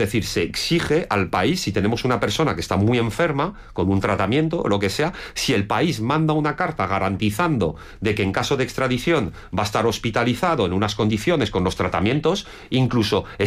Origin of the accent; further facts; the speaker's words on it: France; Yo se lo digo como francés, ejerzo en varios países